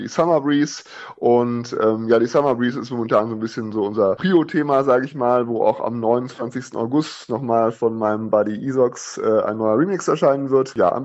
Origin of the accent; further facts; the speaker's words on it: North Rhine-Westphalia, Germany; auch in meiner Heimatregion OWL bin ich im September nochmal beim Vapel Beats Closing